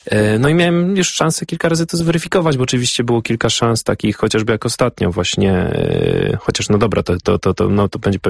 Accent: Skierniewice, Łódź Voivodeship, Poland; born there; urodziłem się w Skierniewicach i po prostu to wystarczy. Nie muszę się urodzić w Warszawie, żeby robić karierę.

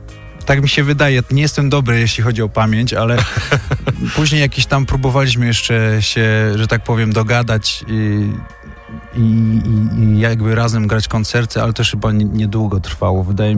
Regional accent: Mędków, Lesser Poland, Poland

